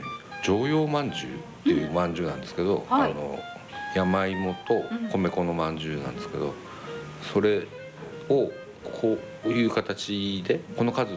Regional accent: Akita, Japan; 秋田なんですけど。

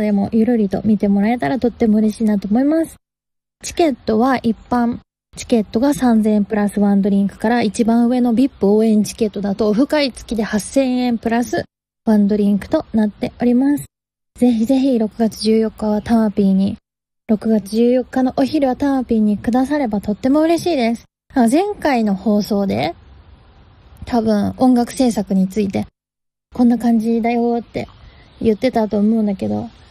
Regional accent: Tochigi, Japan; 4月5日栃木県佐野市、地元の栃木県でやりましたお花火ライブの様子をここからお聞きください。

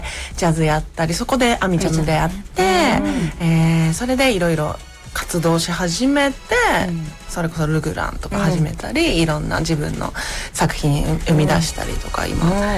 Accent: Sapporo, Hokkaido, Japan; now in Tokyo, Japan; 私も札幌出身なんですよ

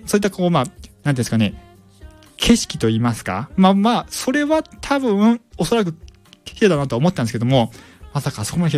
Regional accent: Kansai, Japan; 僕はね、出身がまあね、まあ関西地域なんですけども

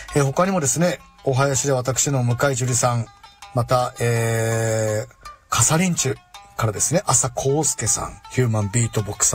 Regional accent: Urakami, Kagoshima, Japan; 私の地元浦上

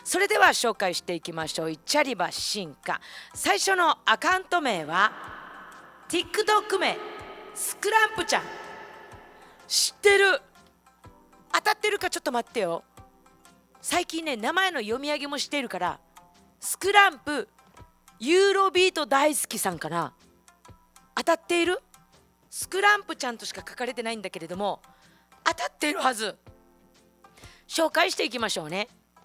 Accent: Okinawa, Japan; 私は沖縄で生まれ育ってるもんだから

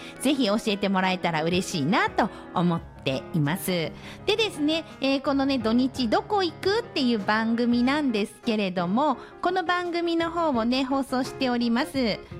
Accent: Hikone, Shiga, Japan; まあ彦根出身なので、

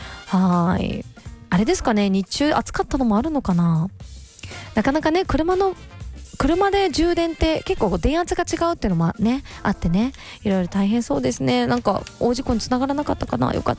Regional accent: Nishinomiya, Hyogo, Japan; 我が地元兵庫県の西宮市にやってくるとのことで

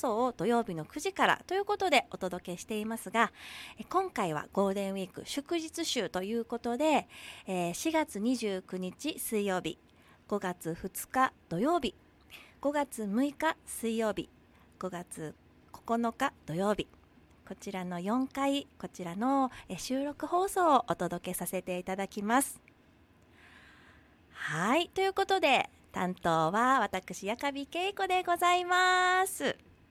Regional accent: Hiroshima, Japan; now in Nago, Japan; 私の実家がねもう県外広島にあるんですけれども、

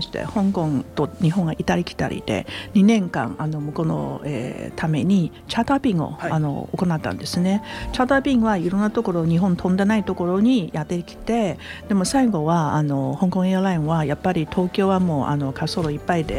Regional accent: Taiwan; Japanese is a second language; moved away as an adult; now in Japan; 台湾の出身なんですけど、大学卒業したら日本に参りました。もう早いんですね、47年も日本にいました。

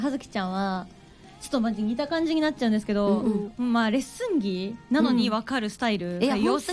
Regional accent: Hiroshima, Japan; accent: Hiroshima intonation; ちょっとイントネーションが広島県バージョンで申し訳ないんですけど

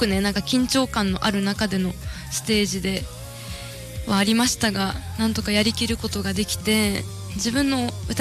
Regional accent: Hokkaido, Japan; の地元は北海道になっておりまして

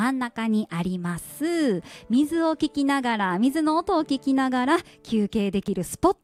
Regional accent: Osaka, Japan; 私は大阪出身なので、こういう書き方していただけると、あ、そうやって行ったらいいんや、むっちゃわかりやすいな

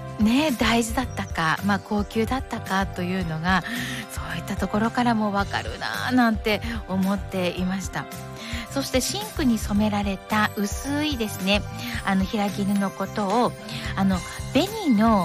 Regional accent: Yamagata, Japan; moved away; 私山形出身なので

